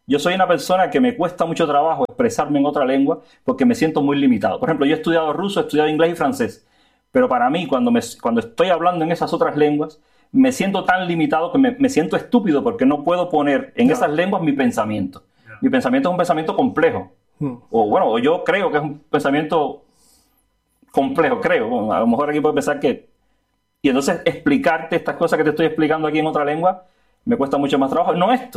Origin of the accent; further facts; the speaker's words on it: Cuba; moved away as an adult; now in Bilbao, Spain; los españoles son ustedes, o sea, tú, mi hija, son los españoles, yo soy cubano.